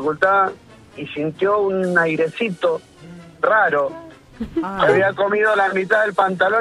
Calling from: Luján, Buenos Aires Province, Argentina

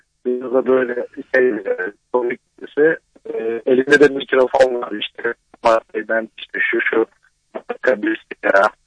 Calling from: Istanbul, Turkey; İstanbul'dan.

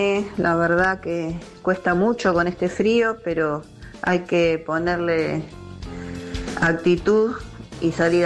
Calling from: Temperley, Buenos Aires Province, Argentina; de Temperley

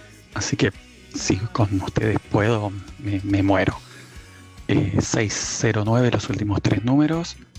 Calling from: Quilmes, Buenos Aires Province, Argentina; de Quilmes.

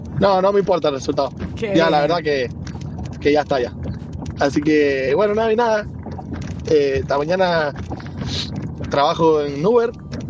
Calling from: Argentina; Somos argentinos

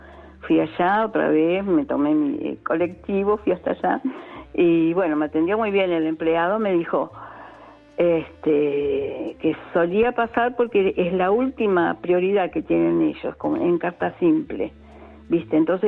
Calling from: Mar del Plata, Buenos Aires Province, Argentina; de Mar del Plata.

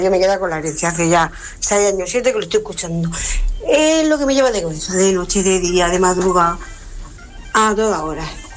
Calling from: Murcia, Region of Murcia, Spain; de Murcia.

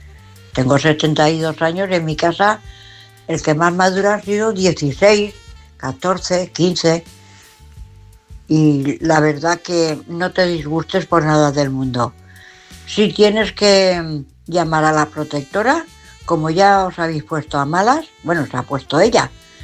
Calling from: Valencia, Valencian Community, Spain

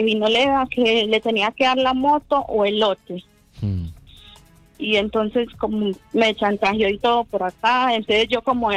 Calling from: Antioquia, Colombia; de los lados de Urabá.

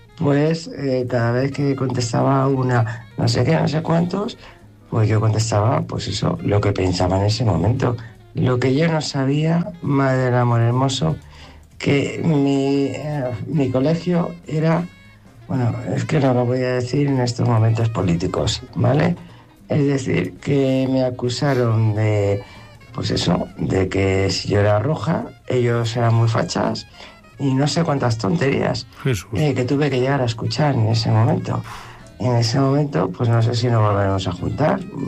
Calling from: Madrid, Community of Madrid, Spain; de Madrid

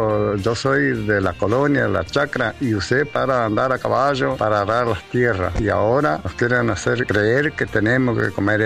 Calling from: Misiones, Argentina; soy de Misiones

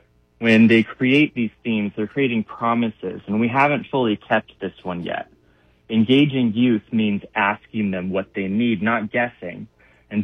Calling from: California, United States; I'm calling from Sacramento Valley.

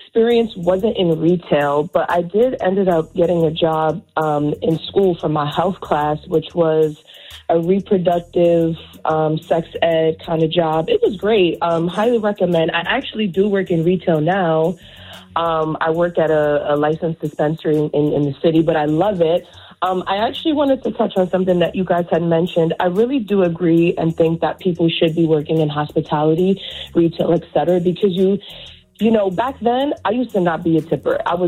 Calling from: New York City, New York, United States; from Brooklyn, Canarsie, New York.

